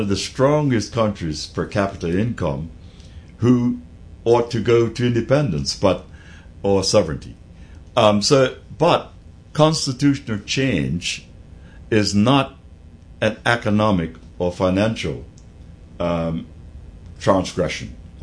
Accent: Bermuda; We have Bermuda status, every last one of us.

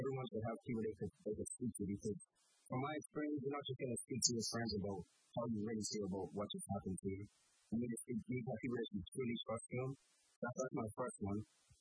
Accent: Bermuda; yeah, I'm from Bermuda, yeah, 60,000 people, but I can compete with that guy from Bermuda

